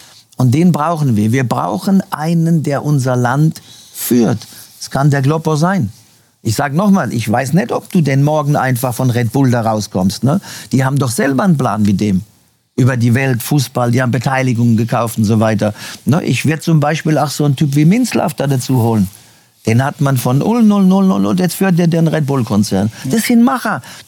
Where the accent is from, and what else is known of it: Germany; now in Brazil